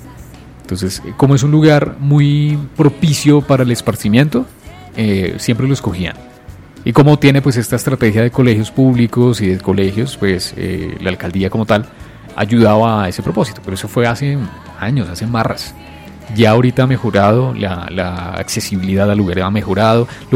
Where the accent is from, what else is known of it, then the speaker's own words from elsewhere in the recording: Colombia; nosotros como colombianos?